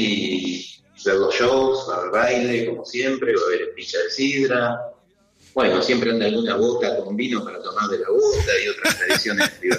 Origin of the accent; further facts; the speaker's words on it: Argentina; born there; Yo soy gastronómico, hijo de asturiano, nacido en Argentina, padre y madre asturiano